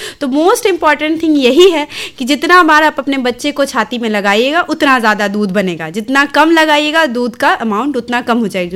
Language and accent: Hindi; Darbhanga, Bihar, India; now in Sitamarhi, India; मेरी पढ़ाई लिखाई दरभंगा ही से हुई है।